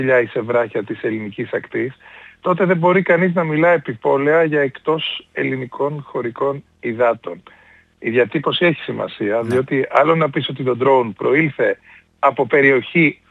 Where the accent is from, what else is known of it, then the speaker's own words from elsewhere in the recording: Lefkada, Ionian Islands, Greece; και η Λευκάδα, επειδή είναι και το νησί μου